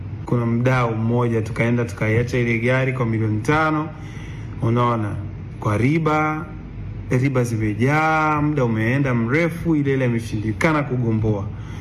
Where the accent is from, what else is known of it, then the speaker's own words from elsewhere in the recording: Dar es Salaam, Tanzania; Nimetoka nikaenda Vingunguti nyumbani.